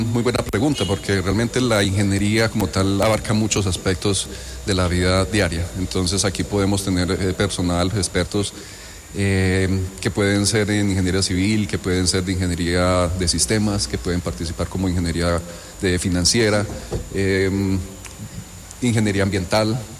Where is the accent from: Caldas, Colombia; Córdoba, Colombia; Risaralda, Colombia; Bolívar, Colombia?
Risaralda, Colombia; Pereira; lo que somos como pereiranos